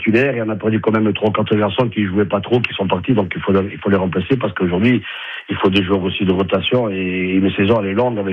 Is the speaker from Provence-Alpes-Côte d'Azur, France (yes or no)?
no; Corsica, France; chez nous en Corse